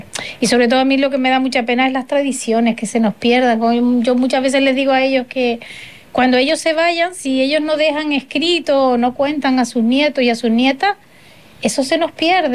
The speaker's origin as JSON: {"language": "Spanish", "area": "Fuerteventura", "region": "Canary Islands", "country": "Spain"}